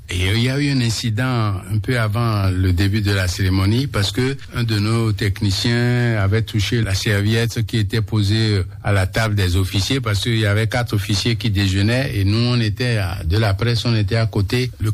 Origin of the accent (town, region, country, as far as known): Benin